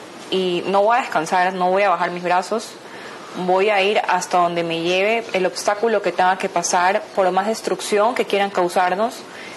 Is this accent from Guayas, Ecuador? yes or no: yes; Guayaquil, Guayas, Ecuador; porque así somos los guayaquileños.